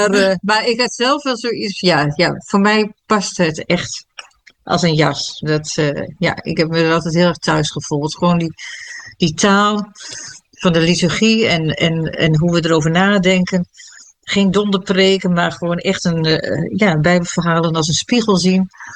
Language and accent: Dutch; Stitswerd, Groningen, Netherlands; moved away as an adult; now in Glanerbrug, Netherlands; Nee, ik kom uit een Nederlands hervormd nest. Ik kom uit Groningen. Ik ben in een heel klein dorpje geboren, Stitswert. Niemand kent dat zo'n beetje. In het noorden van Groningen. In 1968 dus.